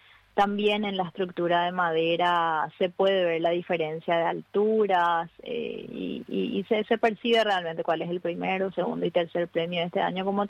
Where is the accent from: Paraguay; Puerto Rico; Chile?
Paraguay; Lo que se buscaba principalmente era hablar un poco acerca de eso que tanto nos representa como paraguayos, que es la hospitalidad, ¿no?